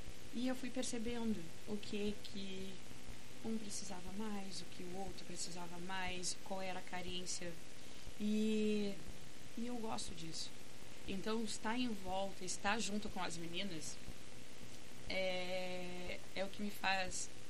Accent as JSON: {"language": "Portuguese", "town": "Pelotas", "region": "Rio Grande do Sul", "country": "Brazil", "tie": "born or raised there", "said": "eu sou mulher preta, nascida e criada em Pelotas"}